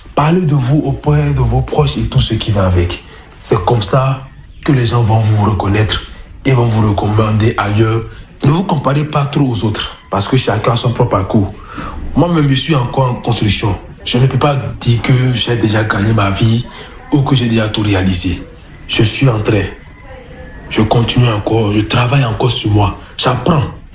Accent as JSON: {"language": "French", "town": "Ouaké", "region": "Donga", "country": "Benin", "said": "chez nous à Waké."}